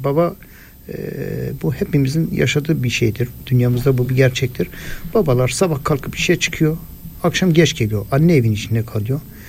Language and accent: Turkish; Erzurum, Turkey; born there; moved away as an adult; now in Istanbul, Turkey; Erzurum doğumluyum. 1984. 97'de İstanbul'a geldim. 97'den beri İstanbul'da ikamet etmekteyim.